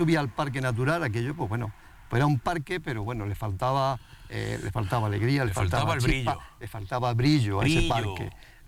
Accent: Santo Tomé, Andalusia, Spain; yo, Santo Tomé, mi pueblo, Santo Tomé, desde hace ya 30 años

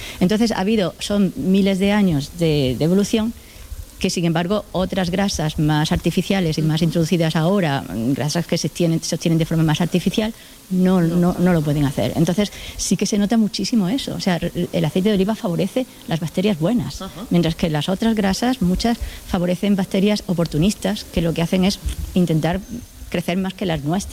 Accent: Jaén, Andalusia, Spain

